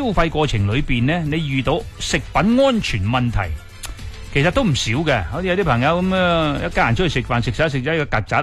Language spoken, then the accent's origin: Cantonese; Guangdong, China; 我哋广东人系中国人